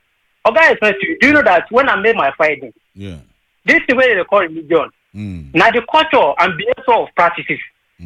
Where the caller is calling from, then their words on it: Lekki, Lagos, Nigeria; I'm calling from Lekki.